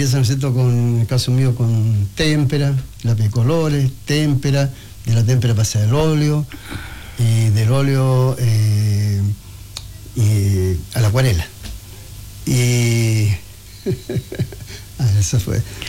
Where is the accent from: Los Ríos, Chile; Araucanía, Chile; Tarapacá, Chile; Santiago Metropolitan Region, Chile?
Araucanía, Chile; Los Sauces; yo nací en Los Sauces, esa es mi tierra natal